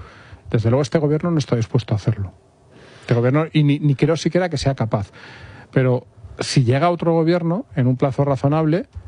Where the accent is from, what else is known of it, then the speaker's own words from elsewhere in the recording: Ceuta, Spain; es que desde aquí no me echa nadie, porque esta es mi ciudad, ¿no? Y en cierto sentido, como español, un poco mi ciudad también es